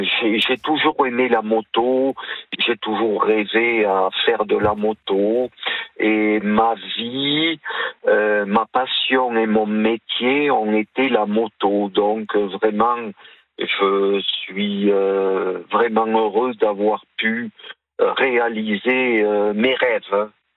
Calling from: Béziers, Occitanie, France; je redescends à mon domicile à Béziers.

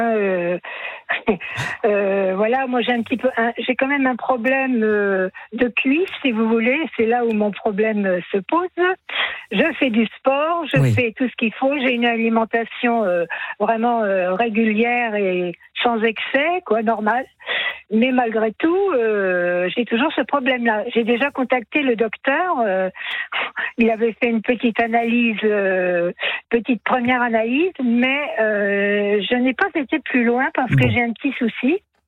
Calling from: Nogent-sur-Seine, Grand Est, France; Je vous appelle de Nogent-sur-Seine dans l'Aube

